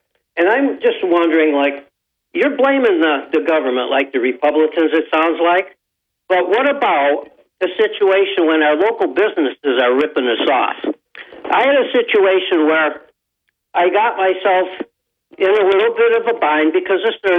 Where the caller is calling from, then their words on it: Dickinson, New York, United States; from the town of Dickinson.